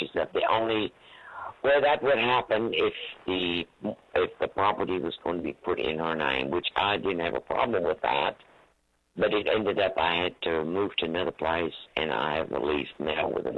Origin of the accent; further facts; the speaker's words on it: Germany; I was born and raised in Germany.